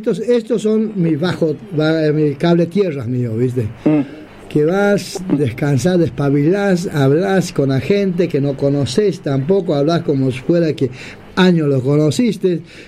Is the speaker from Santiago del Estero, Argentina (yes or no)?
yes; Santiago del Estero, Argentina; yo soy ¿De más, más del norte, del departamento Figueroa.